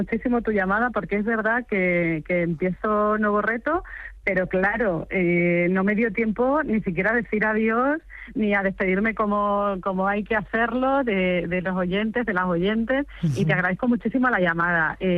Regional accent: Extremadura, Spain; es la primera que no estoy ahí, que no estoy dando la cara en mi tierra

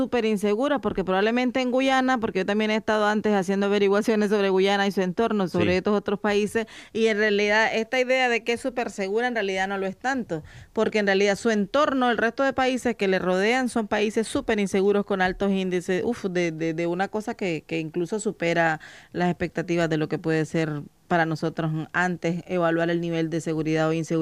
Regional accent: Nicaragua; Nosotras somos de Nicaragua, ¿verdad? Nicaragua es el país más grande de Centroamérica

